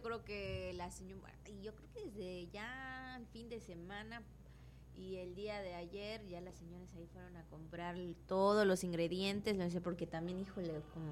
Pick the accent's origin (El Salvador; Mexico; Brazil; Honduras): Mexico; como mexicanos de sentirnos contentos, orgullosos